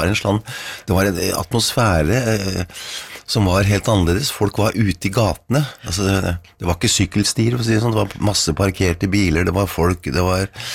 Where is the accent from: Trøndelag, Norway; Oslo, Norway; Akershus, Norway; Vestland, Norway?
Oslo, Norway; nede i bakgrunnen, husker jeg, på Torshov, jeg er fra Torshov, det er.